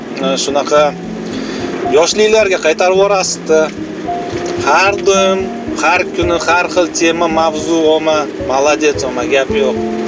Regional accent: Oltiariq, Fergana Region, Uzbekistan; moved away as an adult; now in Italy; Keyin biz asnovnoy oltariqda katta bo'lganmiz

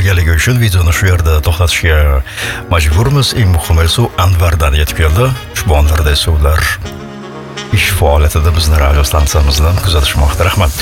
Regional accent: Tashkent, Uzbekistan; Men tug'ilib o'sgan mavze bu va juda ham yaxshi tanish ko'chalar. Bir vaqtlar siz videoga olib yuborgan bu ajoyib maskanda men bolaligimni o'tkazganman.

